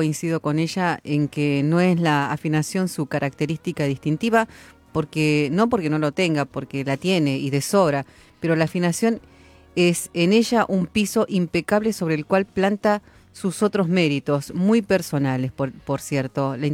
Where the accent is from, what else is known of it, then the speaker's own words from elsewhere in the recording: Buenos Aires, Argentina; de Almagro. Espero ansiosamente los programas de la medianoche de los viernes y sábados. Como buena porteña, me encanta el tango